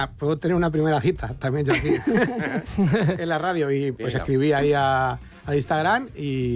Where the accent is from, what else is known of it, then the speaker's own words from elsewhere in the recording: Aranjuez, Community of Madrid, Spain; Pues en mi pueblo, soy de Aranjuez, pero es fr